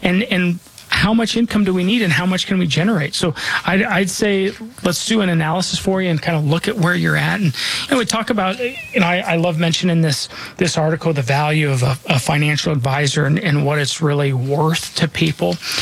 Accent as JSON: {"language": "English", "town": "Denver", "region": "Colorado", "country": "United States", "tie": "born or raised there"}